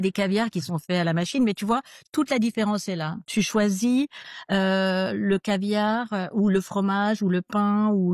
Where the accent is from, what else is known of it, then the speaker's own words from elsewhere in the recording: France; now in Adelaide, Australia; nous on est français